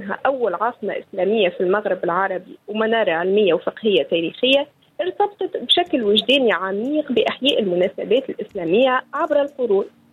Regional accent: Nabeul, Nabeul Governorate, Tunisia; احنا عندنا في نابل عروسة الفقرة ما نعملوها في رأس العام الهجري.

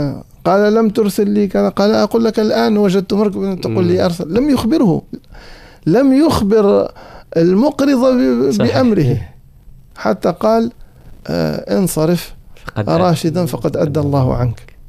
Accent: Sfax Governorate, Tunisia; عندنا في صفاقس

